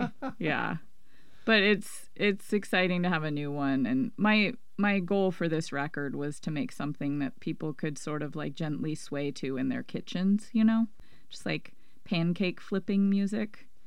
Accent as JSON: {"language": "English", "town": "Nevada City", "region": "California", "country": "United States", "tie": "born or raised there", "moved": "yes", "said": "my hometown, which is Nevada City, California. It's a very cool, weird little town."}